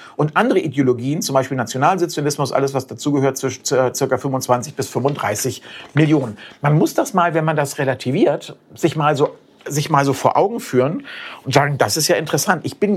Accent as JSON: {"language": "German", "country": "Germany", "said": "Wir als Deutsche."}